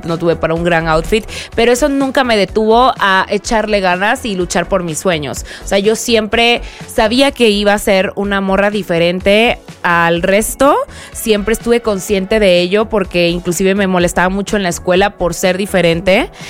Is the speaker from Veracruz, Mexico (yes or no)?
yes; Veracruz, Mexico; a pesar que soy de Veracruz